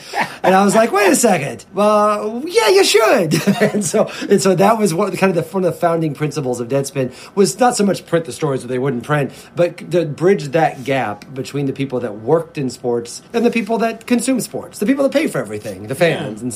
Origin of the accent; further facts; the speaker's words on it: Mattoon, Illinois, United States; my hometown, Mattoon, Illinois, is 2 hours from the closest airport.